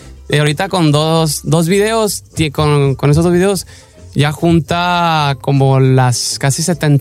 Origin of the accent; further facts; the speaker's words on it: Chihuahua, Mexico; now in Virginia, United States; Soy de Chihuahua, pero ahorita estoy viviendo en Virginia.